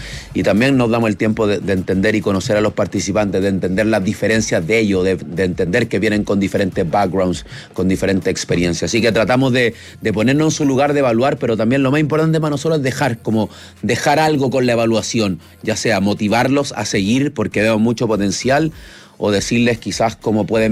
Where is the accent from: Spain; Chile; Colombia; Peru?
Chile; Nos criamos en los teatros con mis papás, ambos papás fueron bailarines del Ballet Nacional Chileno, nos criamos en el Teatro de la Chile